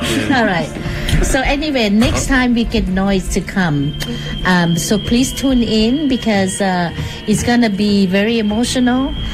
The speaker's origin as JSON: {"language": "English", "region": "New Brunswick", "country": "Canada", "moved": "yes", "said": "We came from New Brunswick together."}